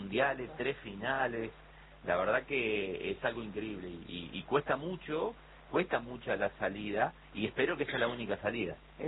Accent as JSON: {"language": "Spanish", "country": "Argentina", "said": "Fue muy intensa, como somos los argentinos."}